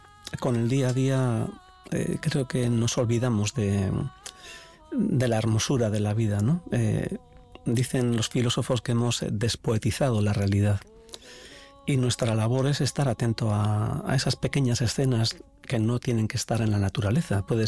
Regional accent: Ordizia, Basque Country, Spain; born there; first language Basque; Spanish is a second language; nací en Villafranca de Oria, que luego se convirtió en Villafranca de Ordizia y hoy es Ordizia.

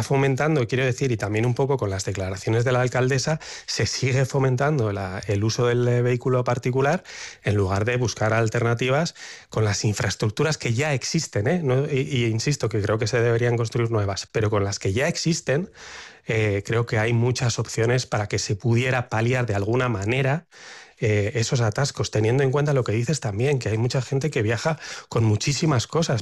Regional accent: San Sebastián, Basque Country, Spain; now in Madrid, Spain; soy de Donosti.

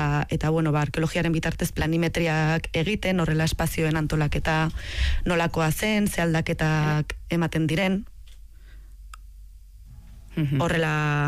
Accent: Lodosa, Navarre, Spain; Nafarroako bertako bizimoduak, adibidez nire Lodosakoa naiz

